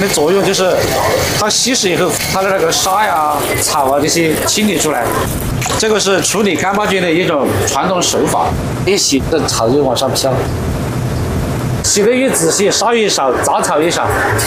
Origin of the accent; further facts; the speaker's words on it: Yunnan, China; 因为我们本身是云南人